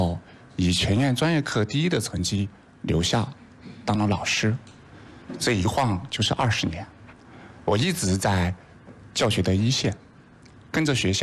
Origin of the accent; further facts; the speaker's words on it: Sichuan, China; 来自成都航空职业技术大学。我出生在四川之中的一个小山村